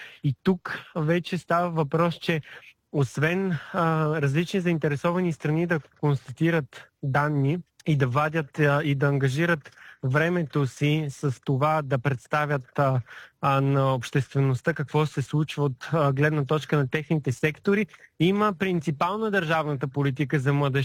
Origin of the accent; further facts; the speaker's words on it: Varna, Varna Province, Bulgaria; в момента се намирам в моя роден град Варна